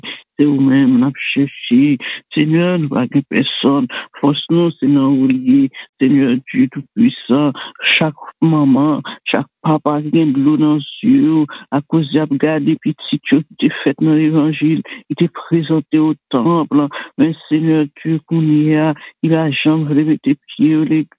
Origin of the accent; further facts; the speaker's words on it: Haiti; pays nous, Haïti